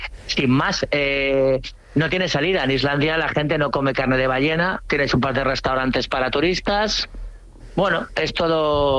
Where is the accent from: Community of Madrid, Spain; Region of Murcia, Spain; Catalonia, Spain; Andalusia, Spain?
Catalonia, Spain; Cambrils; cuando llego a casa, a mi pueblo, a Cambrils